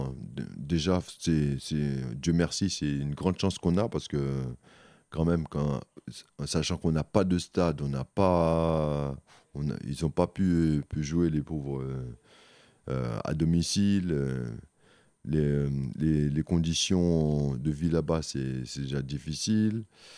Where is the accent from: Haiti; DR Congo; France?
Haiti; je viens d'Haïti, donc j'ai toujours été bercé par les rythmes des îles, que ce soit du zouk, compas